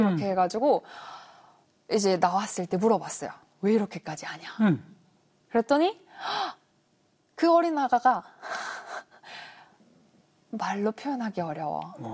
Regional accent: Busan, South Korea; 그때는 어렸을 때 부산에 살았었어가지고

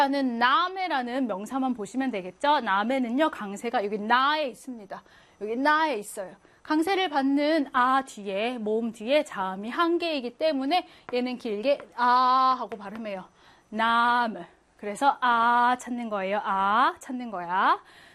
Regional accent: Seoul, South Korea; 저는 서울 사람인데

